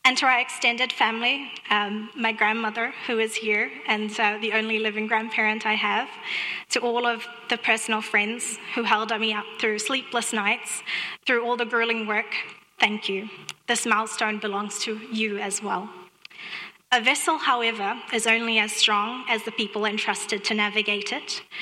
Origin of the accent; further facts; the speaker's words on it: Maldives; first language Dhivehi; English is a second language; I will first share this in Divehi, my mother tongue.